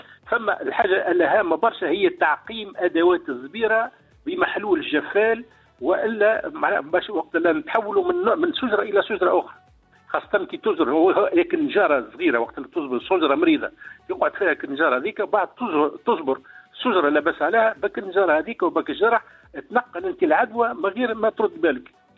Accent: Sahel, Tunisia; عندنا في الساحل

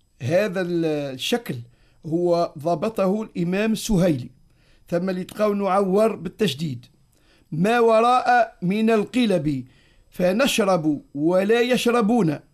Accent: Tunisia; احنا عندنا في تونس عائلة المزي في طبربة

